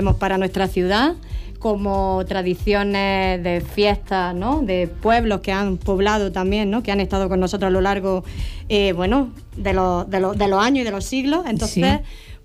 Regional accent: Almería, Andalusia, Spain

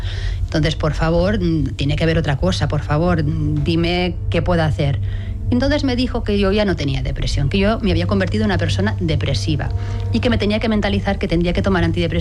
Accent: Lleida, Catalonia, Spain; born there; moved away as an adult; also born or lived in Barcelona; Nací en Lleida y me vine a estudiar a Barcelona y bueno, me enamoré de la ciudad. Entonces, cuando acabé la carrera ya busqué trabajo por aquí.

